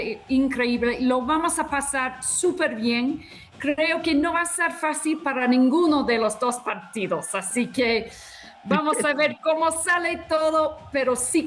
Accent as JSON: {"language": "Spanish", "country": "United Kingdom", "lives_now": "Mexico", "said": "soy la embajadora británica, quiero que gane Inglaterra"}